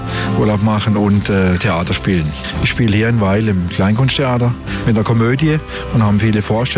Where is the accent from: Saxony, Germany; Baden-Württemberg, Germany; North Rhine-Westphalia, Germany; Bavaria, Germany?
Baden-Württemberg, Germany; Weil am Rhein; born there; Weil ich hier geboren bin, weil ich mich hier wohlfühle.